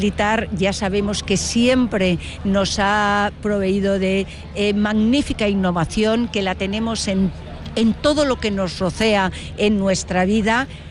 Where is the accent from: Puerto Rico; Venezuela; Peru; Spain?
Spain; porque además de españoles, somos europeos, somos iberoamericanos.